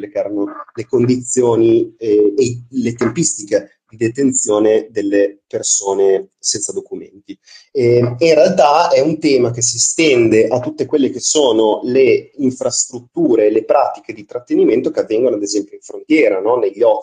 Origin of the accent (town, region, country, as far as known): Trieste, Friuli-Venezia Giulia, Italy